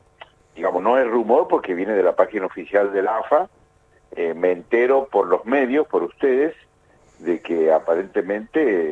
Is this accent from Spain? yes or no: no; Argentina; me emociona como argentino, como veterano, como hincha